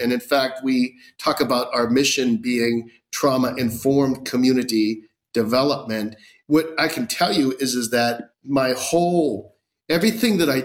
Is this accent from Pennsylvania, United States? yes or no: yes; Pittsburgh, Pennsylvania, United States; And that was exactly my experience, because I'm from Pittsburgh. I came to Pittsburgh.